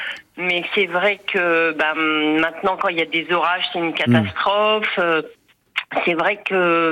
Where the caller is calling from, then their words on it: Nantes, Pays de la Loire, France; Je suis de Nantes.